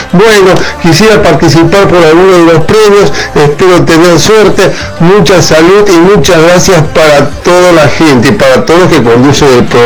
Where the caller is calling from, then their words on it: Buenos Aires, Argentina; acá habla … yo soy del barrio de Almagro, soy jubilado.